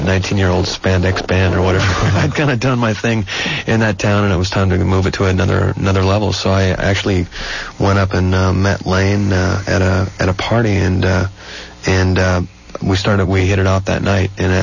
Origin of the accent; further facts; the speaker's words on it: Spanaway, Washington, United States; I grew up in Tacoma, actually Spanaway, a town, a suburb of Tacoma.